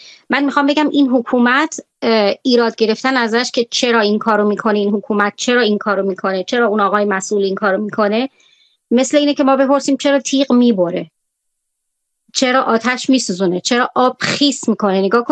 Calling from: Iran; نه من به عنوان یه ایرانی اصلا روانشناس نیستم.

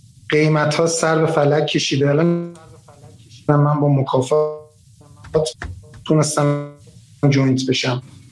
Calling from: Tehran, Tehran Province, Iran

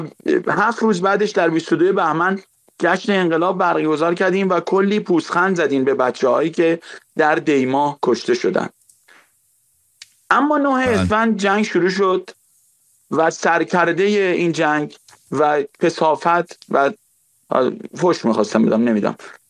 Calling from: Iran; من نزدیک 40 سالمه، 30 سالش توی هیئت‌ها بزرگ شدم، یعنی نه تقصیر من نبوده، همه ایرانی این شکلی بودن.

